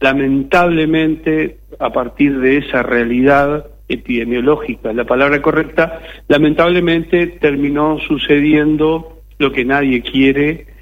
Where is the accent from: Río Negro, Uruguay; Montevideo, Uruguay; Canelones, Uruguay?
Río Negro, Uruguay; somos medio jotarraño, de Río Negro